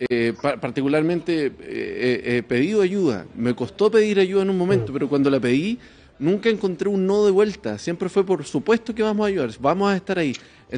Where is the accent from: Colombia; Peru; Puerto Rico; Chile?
Chile; ¿Nosotros como chilenos hoy día reconocemos nuestros problemas de salud mental